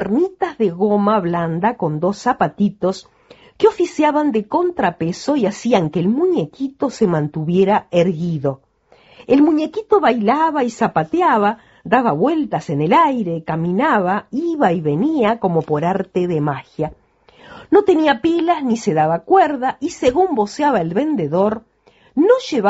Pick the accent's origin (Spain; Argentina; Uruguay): Uruguay; somos uruguayos